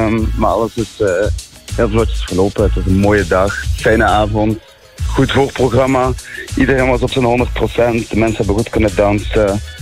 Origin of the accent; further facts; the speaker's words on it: Houthalen, Flanders, Belgium; We zijn eigenlijk allemaal afkomstig van Houthalen en kennen elkaar wel via vrienden, school, Giro, hier en daar.